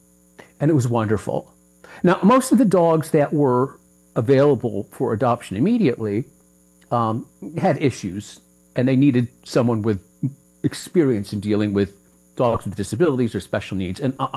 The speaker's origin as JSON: {"language": "English", "town": "Toledo", "region": "Ohio", "country": "United States", "tie": "born or raised there", "said": "Born and raised in Toledo, Ohio, with no mountains, no ocean."}